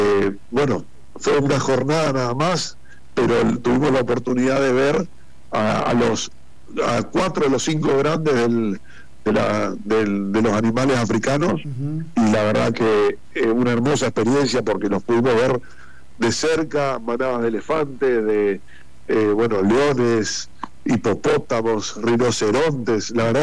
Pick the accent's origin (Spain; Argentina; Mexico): Argentina